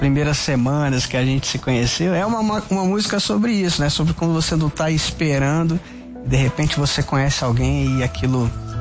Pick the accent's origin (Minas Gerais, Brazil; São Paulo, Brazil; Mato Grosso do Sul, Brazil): Minas Gerais, Brazil; eu fico muito honrado porque eu sou mineiro, assim como ele.